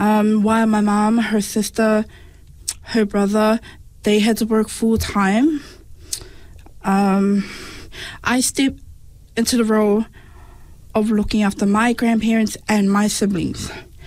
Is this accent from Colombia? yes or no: no; Auckland, New Zealand; I was born and raised in Otara, South Auckland